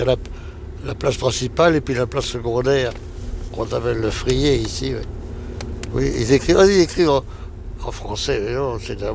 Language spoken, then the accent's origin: French; Blargies, Hauts-de-France, France; born there; also born or lived in Paris; la ferme du Valabonnet, où j'ai vécu